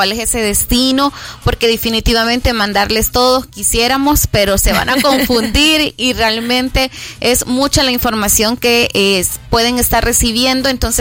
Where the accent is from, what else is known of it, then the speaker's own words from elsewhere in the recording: El Salvador; nuestro pasaporte como salvadoreños